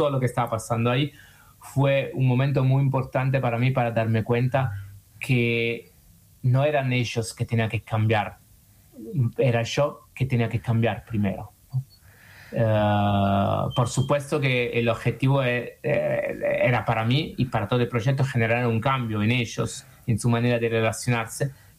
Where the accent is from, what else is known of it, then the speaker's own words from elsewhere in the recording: Naples, Campania, Italy; Spanish is a second language; Yo soy de Nápoles, originarios.